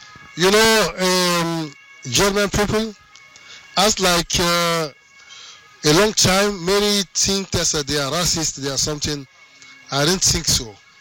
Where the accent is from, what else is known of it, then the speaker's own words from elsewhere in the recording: Togo; I can understand it, speak it is a little bit, but I'm from Togo.